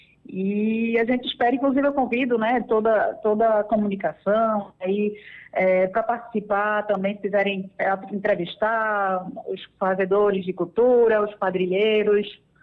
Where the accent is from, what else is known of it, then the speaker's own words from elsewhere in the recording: Northeast Region, Brazil; now in Pojuca, Brazil; Somos nordestinos, amamos a nossa cultura